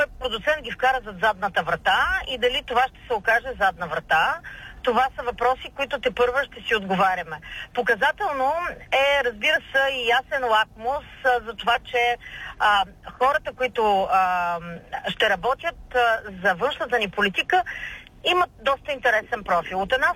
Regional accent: Plovdiv, Plovdiv Province, Bulgaria; като пловдивчанин

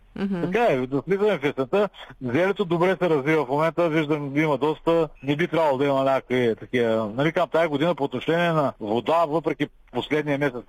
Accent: Northeast Bulgaria, Bulgaria; понеже съм от Северо-Источна България и там имам си хора

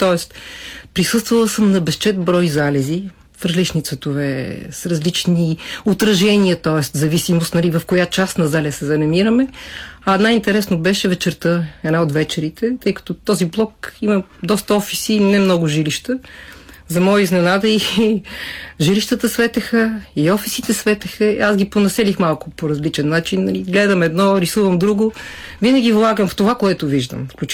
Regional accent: Sofia, Sofia City, Bulgaria; въпреки че съм от София, някой ден живея по причина някаква, имала съм къща, но живея в блок

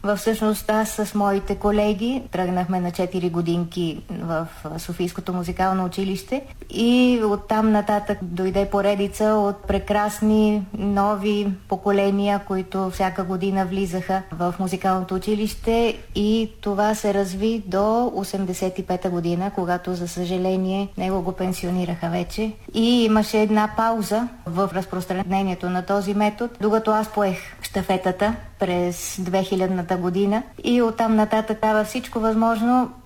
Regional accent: Sofia, Sofia City, Bulgaria; born there; аз не познавам града, аз съм родена в София

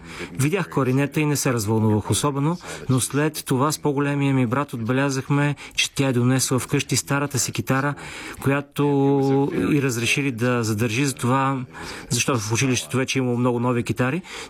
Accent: Montreal, Quebec, Canada; Аз израснах в Монреал, по това време много католически град.

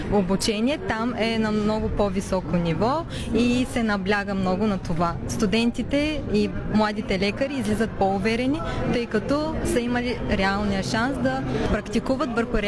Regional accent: Burgas, Burgas Province, Bulgaria; moved away as an adult; also born or lived in Edirne; Тъй като моя роден град е Бургас, реших да се завърна тук

